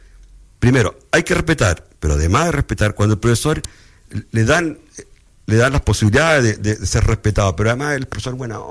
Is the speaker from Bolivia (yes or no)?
no; Chile; Somos así porque somos chilenos